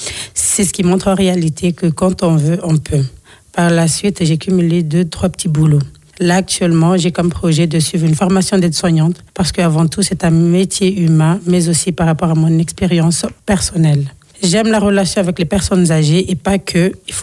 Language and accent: French; Dzaoudzi, Mayotte; born there; moved away as an adult; now in Metropolitan France; j'ai 28 ans, je suis mère de 5 merveilleux enfants. Je suis née à Mayotte, dans un petit coin de l'océan Indien, à mi-chemin entre l'île de Madagascar et le continent africain. Malgré que je sois ici en métropole depuis plus de 10 ans, mais mon île me manque.